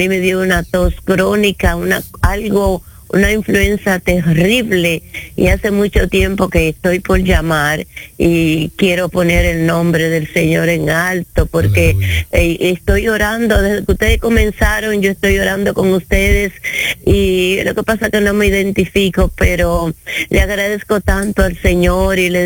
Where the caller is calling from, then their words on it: Dominican Republic; Tengo 84 años, soy dominicana.